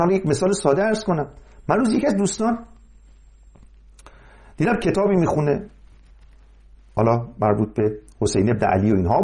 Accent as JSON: {"language": "Persian", "region": "Mazandaran", "country": "Iran", "said": "من چون مازندرانی هستم از اونجا شروع میکنم."}